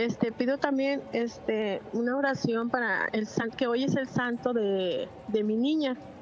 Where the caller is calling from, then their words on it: Tampico, Tamaulipas, Mexico; de Tampico, Tamaulipas.